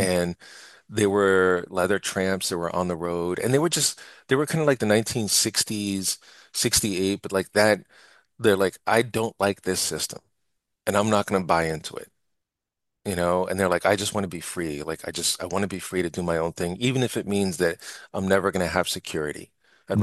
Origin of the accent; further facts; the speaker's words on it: New York, United States; moved away; also born or lived in Pennsylvania; being born and raised in New York, but then spending time in Pennsylvania and spending time throughout the country.